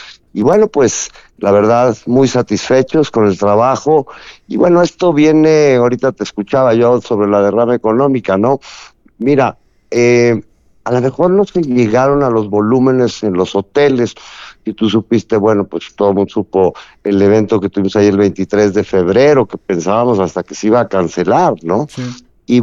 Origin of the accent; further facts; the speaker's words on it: Guadalajara, Jalisco, Mexico; born there; el 70 pues estaba niño, y ahí jugaba, me tocó jugar de niño ahí en el Providencia